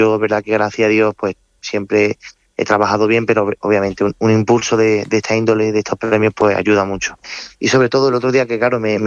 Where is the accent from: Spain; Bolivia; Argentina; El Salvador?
Spain; Córdoba, Andalusia; amo a mi tierra como Córdoba